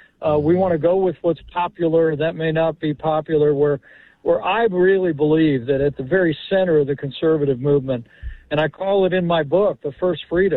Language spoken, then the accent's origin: English; Indiana, United States; you've had about 30 Republican-led states, that, including my home state of Indiana, that have essentially banned abortion.